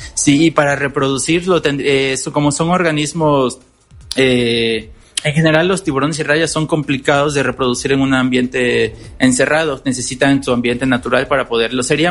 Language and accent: Spanish; Campeche, Mexico; now in Veracruz, Mexico; De donde yo soy, que es igual donde estamos, en la Laguna de Términos